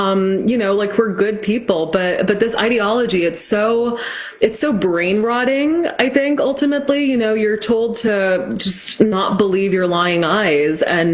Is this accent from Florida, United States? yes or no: no; Massachusetts, United States; You know, it's not. I'm from Massachusetts.